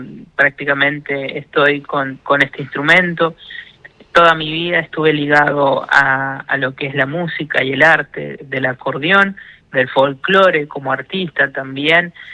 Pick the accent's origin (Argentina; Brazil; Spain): Argentina; La Rioja; moved away as an adult; now in Pico Truncado, Argentina; me ha llevado a trasladarme acá a la ciudad de Pico Truncado. Yo soy de La Rioja, vengo desde allá. Estoy radicado hace casi 13 años aquí en la localidad